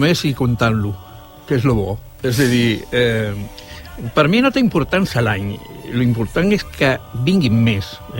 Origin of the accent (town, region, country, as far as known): Alcalá de Guadaíra, Andalusia, Spain; born there